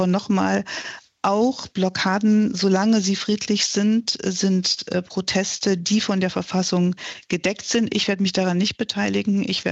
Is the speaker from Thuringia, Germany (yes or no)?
yes; Erfurt, Thuringia, Germany; in einer wunderbaren Stadt, wie es meine Heimat Erfurt ist